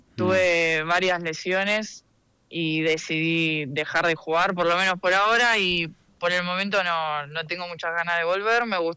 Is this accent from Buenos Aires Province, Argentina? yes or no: no; Río Gallegos, Santa Cruz, Argentina; now in Buenos Aires, Argentina; yo soy de Río Gallegos